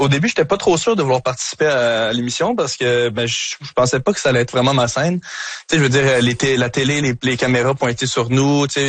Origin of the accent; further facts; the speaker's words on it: Montreal, Quebec, Canada; je suis Montréalais dans l'âme